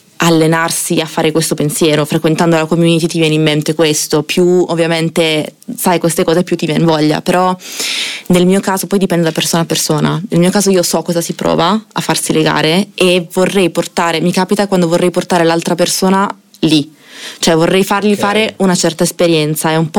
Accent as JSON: {"language": "Italian", "town": "Canosa di Puglia", "region": "Apulia", "country": "Italy", "moved": "yes", "lives_now": "Milan, Italy", "said": "Io vengo da Canosa di Puglia, in realtà."}